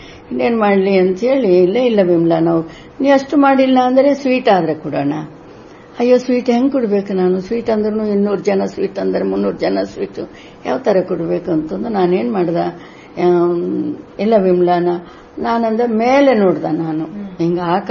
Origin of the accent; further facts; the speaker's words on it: Andhra Pradesh, India; born there; Kannada is a second language; ನಾನು ಆಂಧ್ರದಲ್ಲಿ ಹುಟ್ಟಿರಕ್ಕೆ ನನಗೆ ಕನ್ನಡ ಬರ್ತಿತ್ತಿಲ್ಲ, ನಮ್ಮ ಹಿರುಗಳೆಲ್ಲ ನನ್ನ ಕನ್ನಡ ಹಿಂದಿನೇ ಮಾತಾಡ್ತಿದ್ರು.